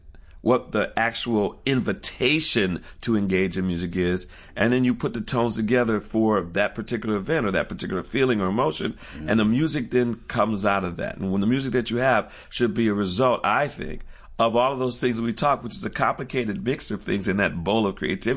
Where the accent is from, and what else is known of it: Detroit, Michigan, United States